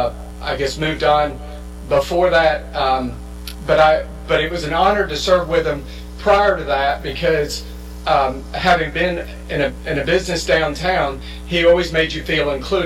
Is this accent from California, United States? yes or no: no; Anderson, South Carolina, United States; as somebody who gets to serve my hometown